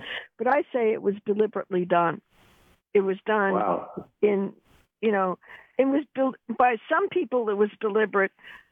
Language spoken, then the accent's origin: English; New York City, New York, United States; now in Oakland, United States; I grew up in New York City